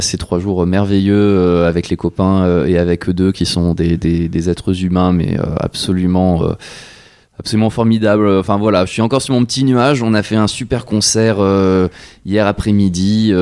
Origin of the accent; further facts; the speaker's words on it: Strasbourg, Grand Est, France; moved away as an adult; now in Troyes, France; Non, moi je suis natif de Strasbourg. Je suis arrivé à Troyes en 2017.